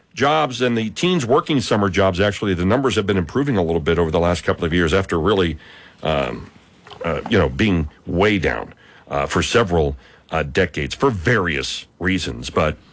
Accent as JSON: {"language": "English", "town": "Hershey", "region": "Pennsylvania", "country": "United States", "tie": "born or raised there", "said": "I'll tell you, growing up in Hershey, we had summer jobs ready-made at Hershey Park."}